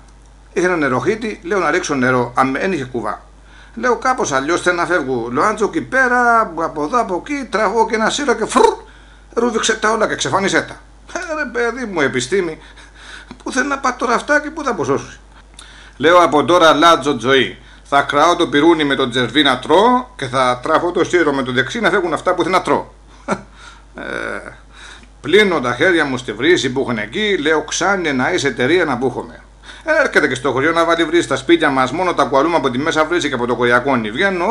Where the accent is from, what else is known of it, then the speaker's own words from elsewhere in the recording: Olympos, South Aegean, Greece; γιατί να είμαι από την Όλυπο της Καρπάδου και θεωρώ πως έχουμε καλή εταιρεία.